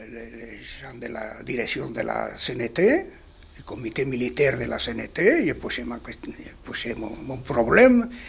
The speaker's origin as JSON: {"language": "French", "region": "Asturias", "country": "Spain", "tie": "born or raised there", "said": "le chef de mon unité, qui était un anarchiste de mon patelin, justement, en Sastirie"}